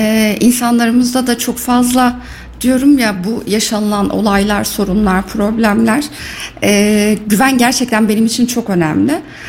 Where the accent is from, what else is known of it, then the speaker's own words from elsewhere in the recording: Iskenderun, Hatay, Turkey; also born or lived in Gaziantep; Hatay, doğma büyüme de o taraf olunca, İskenderun Hatay olunca